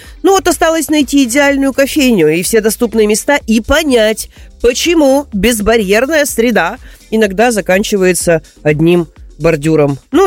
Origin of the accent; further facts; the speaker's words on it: Kirov, Kirov Oblast, Russia; Почти до моей родины. Но я из Кирова, но я в Кирово-Чепецке была и не раз.